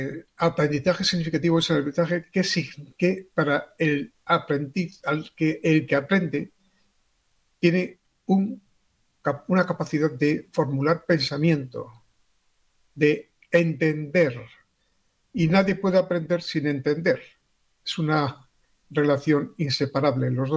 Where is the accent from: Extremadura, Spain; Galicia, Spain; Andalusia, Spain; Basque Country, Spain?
Basque Country, Spain; una tierra determinada, que es mi tierra, que es estas vascongadas de mi amor